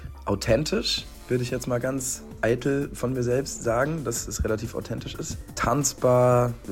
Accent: Frankfurt am Main, Hesse, Germany; moved away as an adult; now in Freiburg, Germany; Ich komme aus Frankfurt am Main, wohne aber seit ein paar Jahren in Freiburg, bin da eigentlich zum Studieren hingezogen.

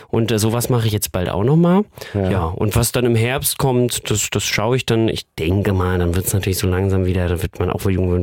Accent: Wismar, Mecklenburg-Vorpommern, Germany; oder in Wismar, wo ich herkomme, beim Schwedenfest sind wir wieder.

